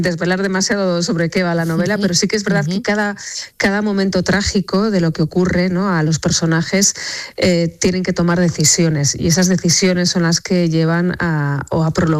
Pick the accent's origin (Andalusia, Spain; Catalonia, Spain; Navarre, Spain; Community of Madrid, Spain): Navarre, Spain; es mi tierra, es mi infancia también. Yo pasaba mucho tiempo también, hacía muchos intercambios con chicas francesas en mi juventud para aprender francés